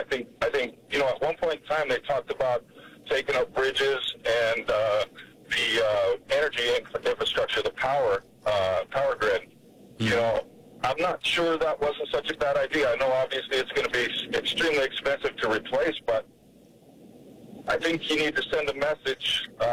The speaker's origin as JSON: {"language": "English", "country": "United States", "tie": "born or raised there", "said": "You know, we grew up in the United States. You know, most of us have been taught that your word is everything, and you always want to tell the truth, and you always want to be honest."}